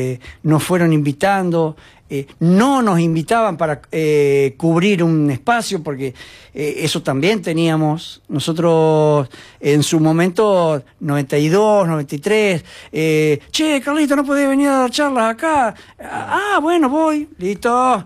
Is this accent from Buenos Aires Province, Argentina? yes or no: no; General Pico, La Pampa, Argentina; moved away as an adult; now in Santa Rosa, Argentina; yo soy de Pico y me vine en el 88 a Santa Rosa.